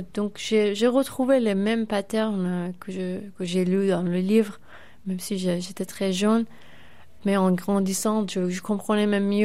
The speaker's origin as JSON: {"language": "French", "country": "Iran"}